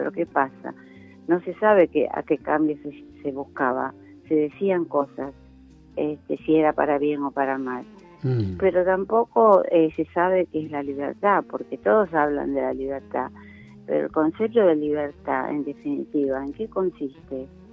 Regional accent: Buenos Aires, Argentina; Acá de Capital, sí.

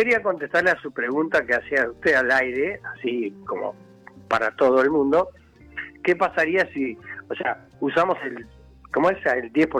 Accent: Quilmes, Buenos Aires Province, Argentina

